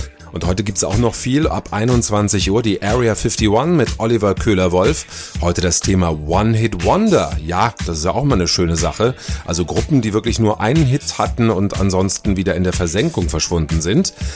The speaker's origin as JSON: {"language": "German", "country": "Italy", "said": "Heute wünsche ich mir ein Lied, das im Moment zu meinem Leben passt und das würde ich mir als Italienerin auch mal für die steifen Deut"}